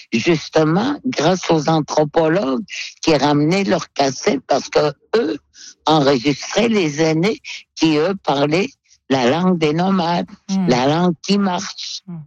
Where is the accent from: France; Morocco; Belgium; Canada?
Canada; first language Inuktitut; French is a second language; Et puis, pas seulement que c'était ma langue maternelle, mais c'est parce que c'est la langue.